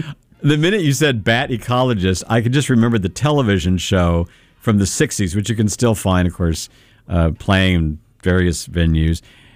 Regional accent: Kentucky, United States; I grew up in Eastern Kentucky

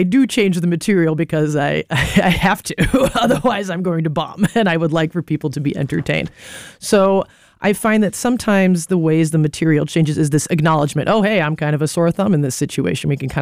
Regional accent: United States; acknowledging what my position is in the room as also an American tourist hanging out in Japan.

